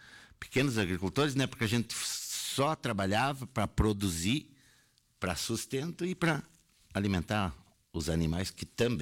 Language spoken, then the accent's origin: Portuguese; Chapecó, Santa Catarina, Brazil; born there; now in Rio Grande do Sul, Brazil; eu nasci no vizinho estado de Santa Catarina, em Chapecó.